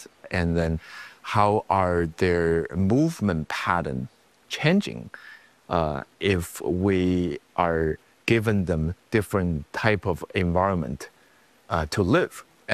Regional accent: Southwest China, China; So I grew up in Southwest China. I was born in a city not directly inside the panda habitat, but maybe a couple hours away by train.

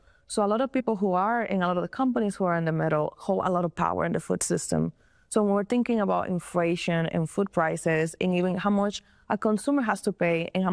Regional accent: Dominican Republic; I really wanted to say I'm from this town in the Dominican Republic. That's important to me because that shaped my journey to agriculture.

